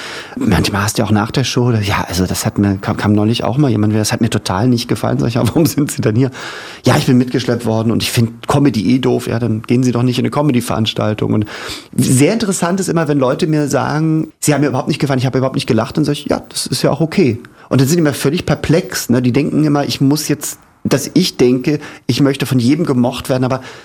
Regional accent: Hamburg, Germany; Ich komme aus Hamburg, das heißt, wir hatten viele Norddeutsche

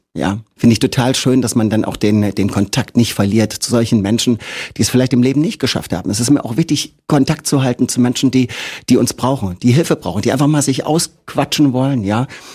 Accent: Magdeburg, Saxony-Anhalt, Germany; Ja, ich komme aus Magdeburg und muss gestehen, dass ich die Stadt nicht ein einziges Mal gesehen habe.

